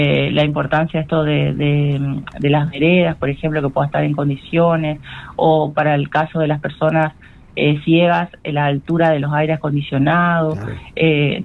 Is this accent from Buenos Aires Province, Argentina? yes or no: no; Corrientes, Argentina; born there; yo nací, siempre cuento, en el Hospital Vidal.